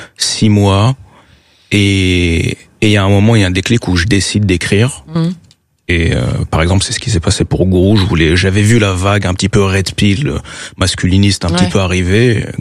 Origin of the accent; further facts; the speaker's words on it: France; On est l'élite dans le monde en tant que Français issu d'immigration.